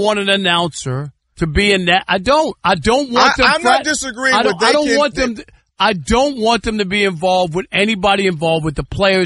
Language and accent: English; New York, United States; I grew up in New York, and I heard people, play-by-play people, talk about bad plays.